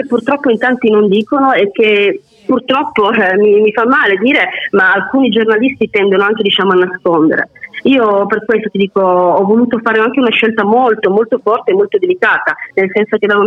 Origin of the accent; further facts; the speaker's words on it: Sicily, Italy; chi meglio di una siciliana può raccontare la nostra terra